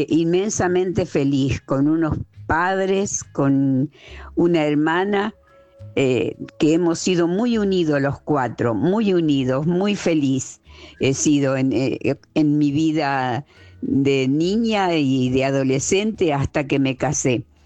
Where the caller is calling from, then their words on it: Rosario, Santa Fe, Argentina; de Rosario.